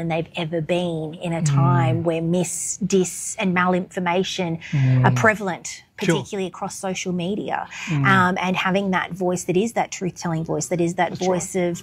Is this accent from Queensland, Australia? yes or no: yes; Weipa, Queensland, Australia; also born or lived in Brisbane; And I grew up in Weipa before I moved to Brisbane when I was about 10. So okay. I still claim Cape York.